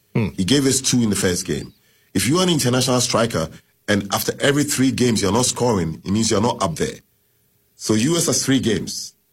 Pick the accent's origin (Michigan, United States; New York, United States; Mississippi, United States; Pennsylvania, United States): New York, United States; New York City; born there; I chose the USA because I was born in New York City.